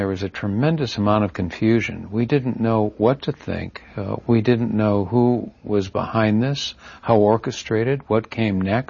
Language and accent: English; Aberdeen, South Dakota, United States; the local police department in my hometown of Aberdeen, South Dakota, picked up my mother